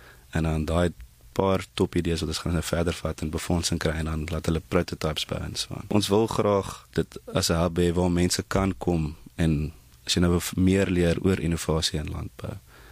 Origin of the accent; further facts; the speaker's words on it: Pretoria, Gauteng, South Africa; In Pretoria. Dis op skool by Pretoria Boys High gewees. In die koshuis.